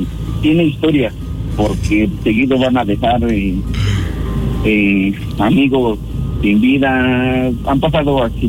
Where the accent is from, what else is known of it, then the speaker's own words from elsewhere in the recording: Santa María Actipac, Puebla, Mexico; Se llama Santa María Actipac. Un saludo para todos los chintamales.